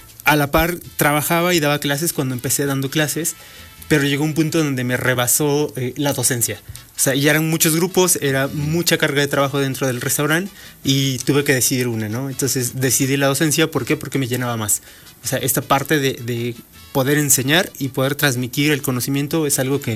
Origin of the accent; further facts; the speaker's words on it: Puebla, Mexico; nosotros viajamos a otro estado como poblanos